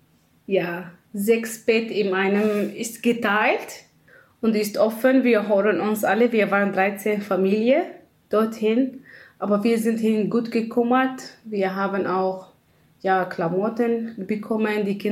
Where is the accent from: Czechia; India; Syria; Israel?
Syria; German is a second language; moved away as an adult; now in Munich, Germany; Ich komme aus Syrien